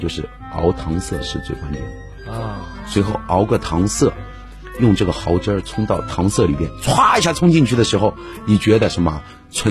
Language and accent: Chinese; Taiwan; 我们台湾人